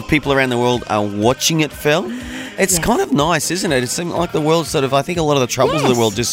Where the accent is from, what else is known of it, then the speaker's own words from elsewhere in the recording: Australia; I'm an Aussie.